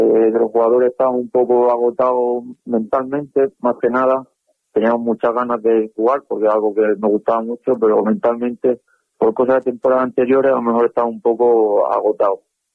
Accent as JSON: {"language": "Spanish", "town": "Talayuela", "region": "Extremadura", "country": "Spain", "tie": "born or raised there", "said": "Sí, al final soy de Talayuela, de siempre, de mi pueblo."}